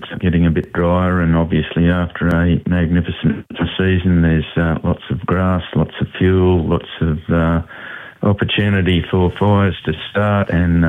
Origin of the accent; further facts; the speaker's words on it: Taroom, Queensland, Australia; It's one of the good little shows in central Queensland, my hometown